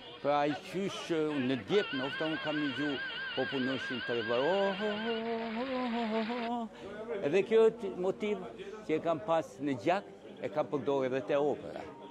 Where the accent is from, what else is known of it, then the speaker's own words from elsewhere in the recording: Shkodër, Shkodër County, Albania; accent: Shkodran; now in Tirana, Albania; Shkodran i vërtet jam unë, a i ka linë Tiran me gjithë motën, dhe ju e shqipën dhe dialektin, unë e kam Shkodran, sepse ne në familje kemi folë gjithë motë Shkodran